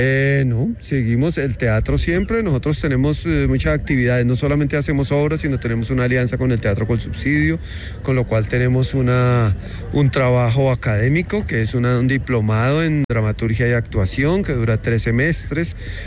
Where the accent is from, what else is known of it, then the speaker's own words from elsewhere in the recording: Boyacá, Colombia; yo soy hijo boyacense.